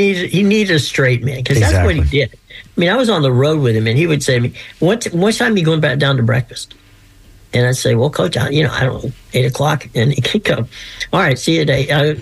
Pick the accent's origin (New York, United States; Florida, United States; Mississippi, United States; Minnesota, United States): Florida, United States; Lutz; I have so many fond memories of the Tampa Bay area and growing up in Lutz.